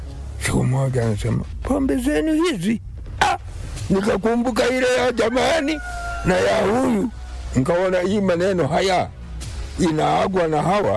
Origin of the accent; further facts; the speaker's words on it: Tegeruka, Mara, Tanzania; also born or lived in Bukwaya; Nilijaliwa Bukwaya, nilikulia Tegeruka.